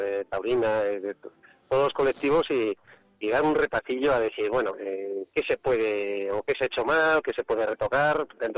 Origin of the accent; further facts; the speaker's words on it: Tardelcuende, Castile and León, Spain; todos somos de Tarde el Cuende.